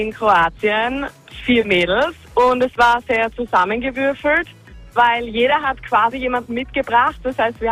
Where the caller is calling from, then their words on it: Graz, Styria, Austria; ich komme aus Graz.